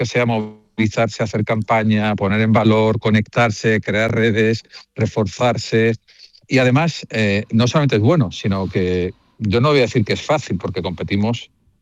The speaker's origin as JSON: {"language": "Spanish", "region": "Andalusia", "country": "Spain", "said": "lo que somos los andaluces"}